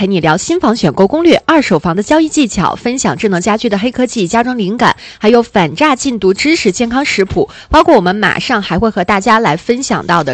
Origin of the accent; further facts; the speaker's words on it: northern China, China; moved away; 因为作为一个北方人，真的是没有看过一个小区有那么多的绿植。